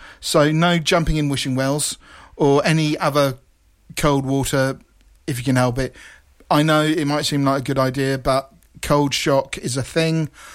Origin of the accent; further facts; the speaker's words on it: United Kingdom; That's what being British is all about, isn't it?